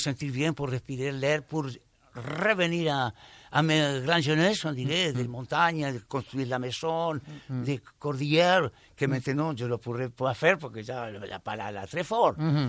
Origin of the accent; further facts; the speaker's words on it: France; now in El Bolsón, Argentina; il m'a dit que je suis arrêté, et c'était juste le village où je suis maintenant. C'est vrai? Je suis parti de France, si.